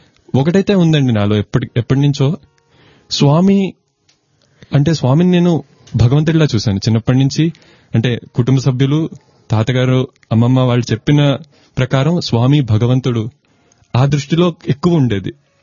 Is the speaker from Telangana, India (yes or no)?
no; Visakhapatnam, Andhra Pradesh, India; శ్రోతలందరికీ సాయిరామ్ … నేను విశాఖపట్నం నుంచి వచ్చాను.